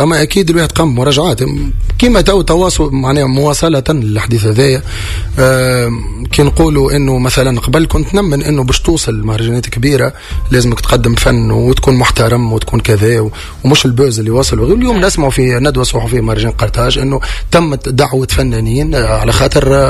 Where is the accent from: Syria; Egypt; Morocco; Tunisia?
Tunisia; هذه بلادي تونس